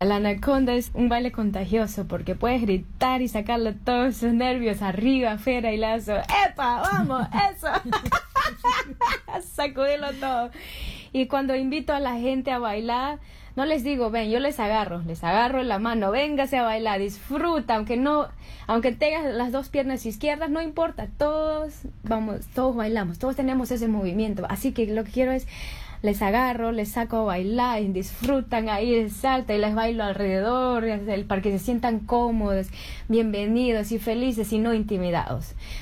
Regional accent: Pucallpa, Ucayali, Peru; moved away as an adult; now in Australia; El baile de la anaconda es un baile tradicional de la selva de Pucallpa, de nosotros, de donde yo vengo.

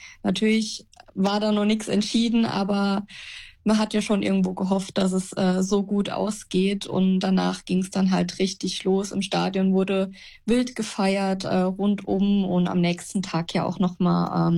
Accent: Elversberg, Saarland, Germany; Früher, wenn irgendjemand gefragt hat, ja, wo kommst du her, habe ich dann nie direkt Elversberg gesagt, weil es kein Mensch gekannt hatte. Da hat man dann immer auf Saarbrücken oder sowas ausgewichen.

